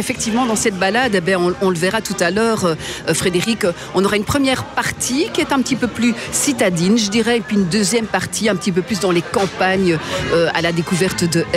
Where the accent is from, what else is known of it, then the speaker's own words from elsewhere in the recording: Ath, Wallonia, Belgium; born there; moi je suis aussi pas très très loin, puisque je suis née à Hâte, à quelques kilomètres, hein, une demi-heure d'ici. Pays, hein, c'est voilà, Wallonie-Picarde.